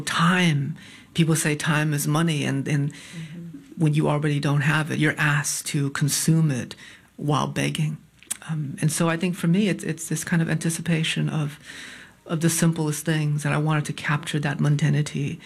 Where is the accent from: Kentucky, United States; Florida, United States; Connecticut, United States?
Connecticut, United States; moved away as an adult